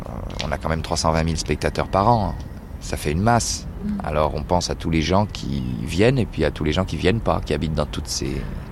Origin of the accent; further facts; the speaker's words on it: Juvisy-sur-Orge, Île-de-France, France; born there; Je suis né à Juvisy-sur-Orge, dans la banlieue sud-est. Oui, je suis originaire du sud-ouest, mais je suis né à Juvisy-sur-Orge